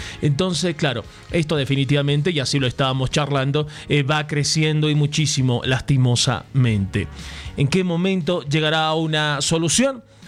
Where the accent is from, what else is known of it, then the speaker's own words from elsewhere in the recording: Bolivia; como bolivianos, collas, cambas, chapacos.